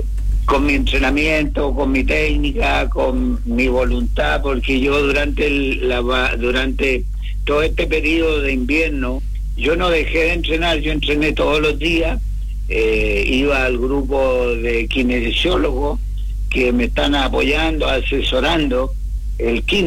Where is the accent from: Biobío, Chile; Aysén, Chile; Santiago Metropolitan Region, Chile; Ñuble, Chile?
Aysén, Chile; Coyhaique; yo soy de Coyhaique